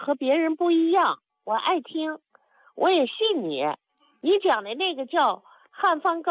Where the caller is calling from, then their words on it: Shaanxi, China; 我是陕西的。